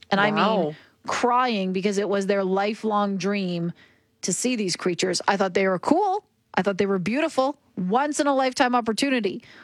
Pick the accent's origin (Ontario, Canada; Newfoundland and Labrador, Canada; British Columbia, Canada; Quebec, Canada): Ontario, Canada; now in Alberta, Canada; growing up in Ontario, where we used to see bears at the dump bears, and then living here where my house is literally half an hour from Canmore